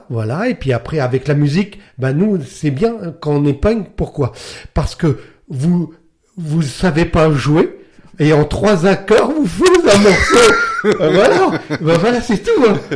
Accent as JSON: {"language": "French", "town": "Hérouville-Saint-Clair", "region": "Normandy", "country": "France", "said": "Alors, moi, j'étais punk d'Hérouville-Saint-Clair, moi."}